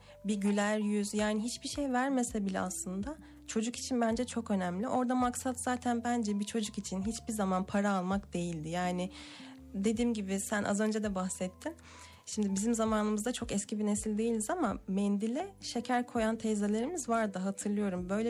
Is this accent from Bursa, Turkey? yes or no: yes; Bursa, Turkey; Bursa'da doğup büyüdüm bu arada.